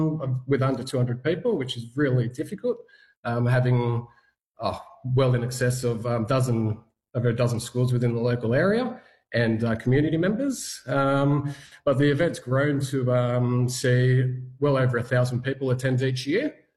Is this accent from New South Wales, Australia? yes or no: yes; New South Wales, Australia; My mob's Wiradjuri. I'm sent from … from central New South Wales.